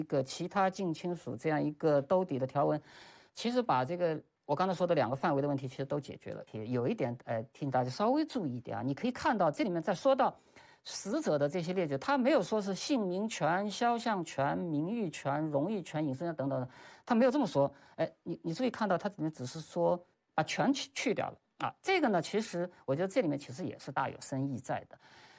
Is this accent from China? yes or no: yes; China